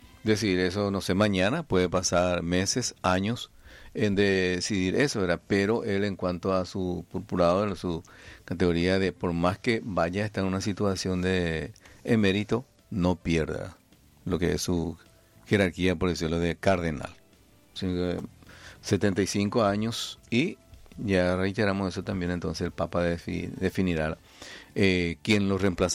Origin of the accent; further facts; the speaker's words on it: Paraguay; Porque así somos los paraguayos